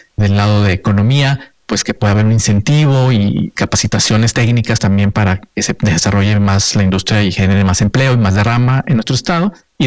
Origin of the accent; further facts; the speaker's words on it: Nuevo León, Mexico; La verdad es que yo soy de Nuevo León y yo encantado de filmar aquí siempre que puedo